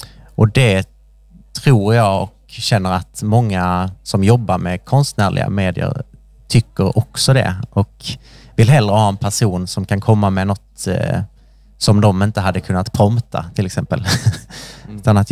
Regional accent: Staffanstorp, Skåne, Sweden; Jag kommer från Staffanstorp, det är lite utanför.

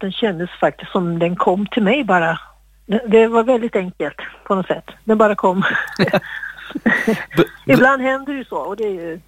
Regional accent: Jämtland County, Sweden; moved away; jag kommer ju också från Jämtland från början.

